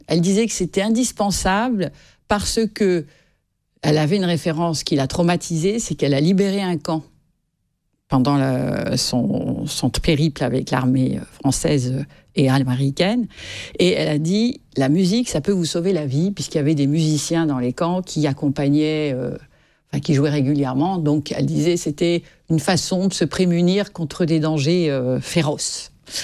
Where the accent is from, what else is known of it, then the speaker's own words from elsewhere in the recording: Paris, Île-de-France, France; born there; Je suis née en 1958 à Paris 17e.